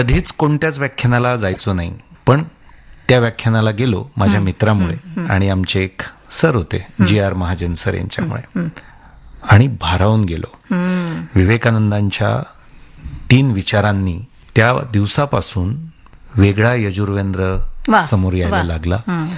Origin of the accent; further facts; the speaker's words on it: Erandol, Maharashtra, India; माझं मूळ गाव एरंडोल, जळगाव जिल्ह्यातलं, आणि मध्यमवर्गीय कुटुंब.